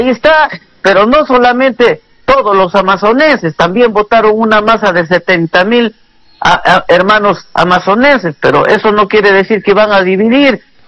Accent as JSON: {"language": "Spanish", "country": "Peru", "said": "porque somos peruanos"}